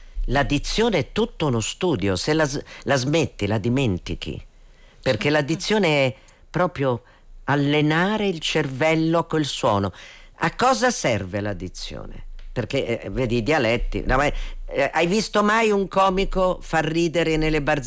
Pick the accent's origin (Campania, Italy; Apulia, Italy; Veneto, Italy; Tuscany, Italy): Tuscany, Italy; Florence; born there; io da fiorentina, sì, perché sono fiorentina, lo devo dire, perché papà fiorentino, sono nata a Firenze, però sono orgogliosa di aver avuto la mamma siciliana.